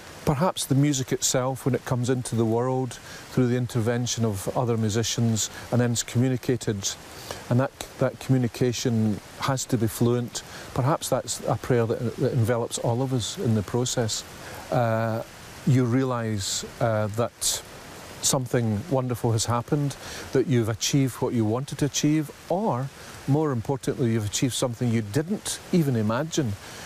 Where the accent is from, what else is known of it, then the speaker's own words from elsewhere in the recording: Scotland, United Kingdom; both as a Scot and as a British composer